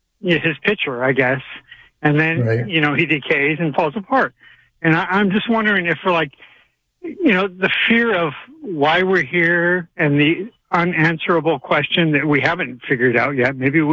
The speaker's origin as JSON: {"language": "English", "town": "Sedona", "region": "Arizona", "country": "United States", "tie": "born or raised there", "said": "And, well, I grew up in Sedona, Arizona."}